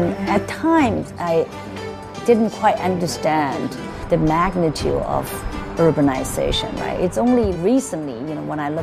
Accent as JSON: {"language": "English", "region": "Beijing", "country": "China", "tie": "born or raised there", "said": "Growing up in Beijing, in this city, right, there was only one color, gray."}